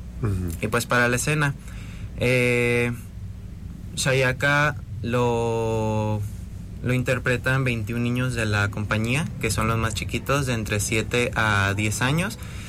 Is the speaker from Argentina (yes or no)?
no; Tecomán, Colima, Mexico; Yo vengo de Tecomán.